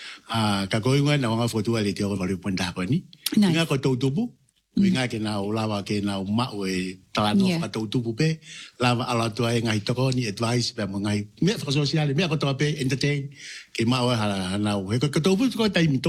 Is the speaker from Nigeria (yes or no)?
no; Tonga; I grew up in Tonga, and all my life I've been living in Tonga. I never liked to migrate.